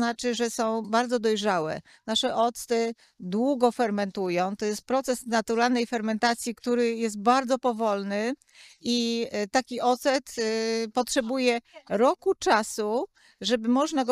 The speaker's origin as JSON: {"language": "Polish", "town": "Kościelec", "region": "Greater Poland Voivodeship", "country": "Poland", "said": "Poza jarmarkiem jesteśmy z Wielkopolski, Kościelec, koło koła."}